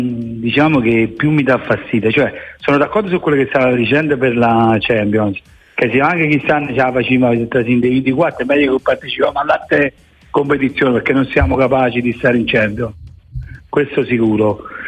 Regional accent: Caivano, Campania, Italy; now in Modena, Italy; Cioè, io che sono di Caivano, che abito a Modena, posso andare a vedere la partita a Milano.

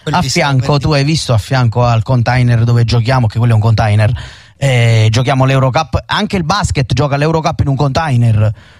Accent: Naples, Campania, Italy; perché io sono napoletano e amo tutta la mia città.

